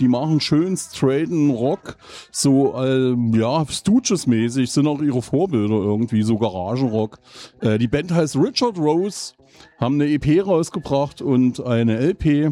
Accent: Eisenach, Thuringia, Germany; ich komme aus Eisenach

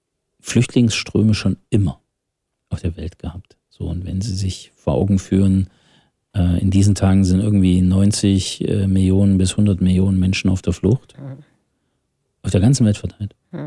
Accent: Thuringia, Germany; ich komme aus dem Saale-Holstein-Kreis

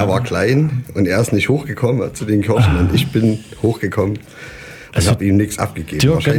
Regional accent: Saalfeld, Thuringia, Germany; born there; also born or lived in Kaulsdorf; Ich bin hier geboren.

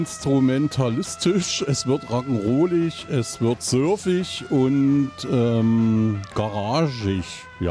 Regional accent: Eisenach, Thuringia, Germany; ich komme aus Eisenach

